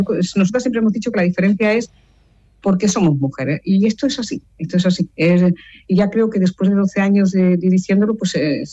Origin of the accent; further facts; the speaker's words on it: Lloret de Mar, Catalonia, Spain; yo vengo de la Costa Brava, de Lloret de Mar, y en agosto es espectacular